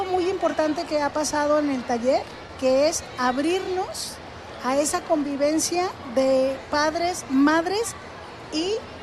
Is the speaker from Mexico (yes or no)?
yes; El Arenal, Jalisco, Mexico; La variedad de verdes, yo que soy del pueblo del Arenal.